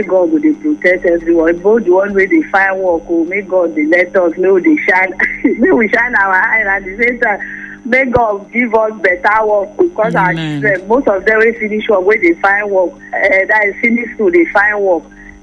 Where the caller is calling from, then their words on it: Nigeria; I'm from Tudu, Mada.